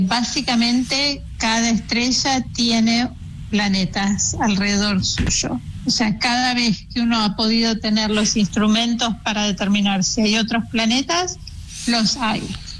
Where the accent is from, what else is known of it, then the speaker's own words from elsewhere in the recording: Argentina; moved away as an adult; now in Netherlands; Yo me fui de Argentina primero en el 96 a hacer la tesis en Leiden, en los Países Bajos, porque tiene una tradición astronómica muy fuerte.